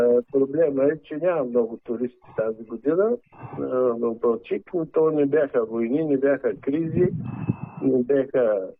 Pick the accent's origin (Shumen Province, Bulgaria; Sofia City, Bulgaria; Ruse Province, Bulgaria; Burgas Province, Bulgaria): Ruse Province, Bulgaria; Ruse; now in Balchik, Bulgaria; Все пак аз съм русенец, съм израсъл на Дунава.